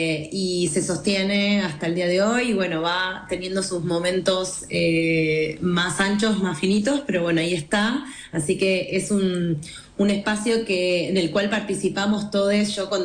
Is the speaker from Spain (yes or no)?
no; Argentina; also born or lived in Brazil; yo soy argentina y brasilera al mismo tiempo